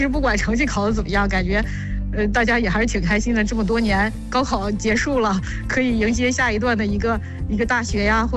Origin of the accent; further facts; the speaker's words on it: Shijiazhuang, Hebei, China; 啊、哦，我就是石家庄的。